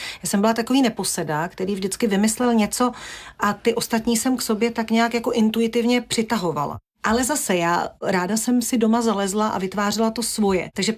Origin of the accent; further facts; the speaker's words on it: Vimperk, South Bohemian Region, Czechia; až když mi bylo 7 let, tak my jsme k mojí babičce na Solnou Lhotu chodili pěšky, což je z Vimperka, odkud pocházím, nějakých 5-6 kilometrů.